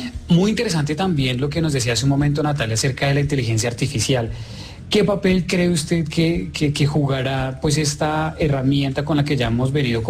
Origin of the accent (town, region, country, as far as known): Colombia